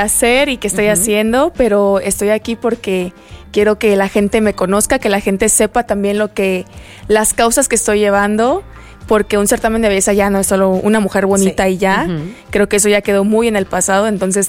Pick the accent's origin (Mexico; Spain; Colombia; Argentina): Mexico; Chiapas; moved away as an adult; now in Mexico City, Mexico; yo soy chiapaneca, llevo 2 años acá